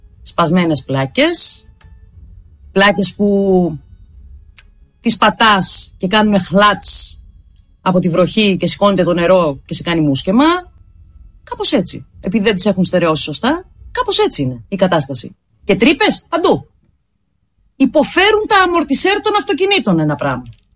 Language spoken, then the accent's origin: Greek; Heraklion, Crete, Greece; εδώ στην πόλη μου, στο Ηράκλειο, έχουν φαίνεται πάρα πολλά χρόνια τώρα, έχουν μια αλλεργία στο πράσινο.